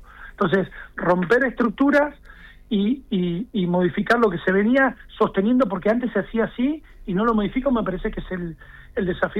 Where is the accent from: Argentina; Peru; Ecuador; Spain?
Argentina; Pico Truncado, Santa Cruz; yo soy de Pico Truncado, ¿qué es que fueron a Truncado?